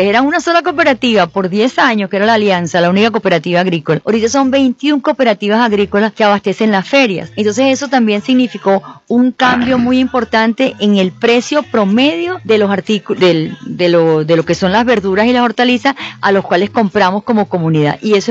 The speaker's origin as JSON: {"language": "Spanish", "country": "Venezuela", "said": "como somos los venezolanos"}